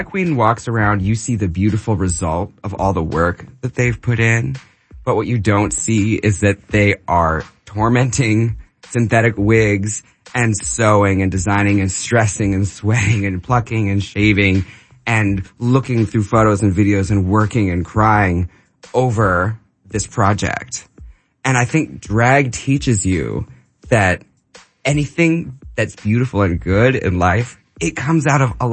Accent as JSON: {"language": "English", "town": "Seattle", "region": "Washington", "country": "United States", "also_born_or_lived": "New York", "moved": "yes", "said": "I'm just from Seattle. We're both from Seattle."}